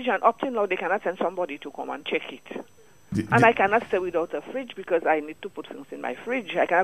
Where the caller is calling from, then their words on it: Pointe Michel, Saint Luke, Dominica; I'm calling from Point Michel